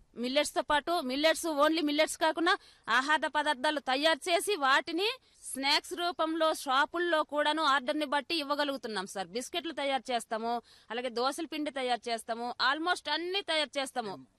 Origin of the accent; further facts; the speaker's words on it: Parvathipuram Manyam district, Andhra Pradesh, India; మాది పార్వతీపురం మన్యం జిల్లా. … మేము ఒక ఫార్మర్స్ సార్. మేము అంటే మిల్లెట్స్ పండించే రైతులము, ఒక గిరిజన నిరుపేద కుటుంబం నుంచి వచ్చిన రైతులం సార్.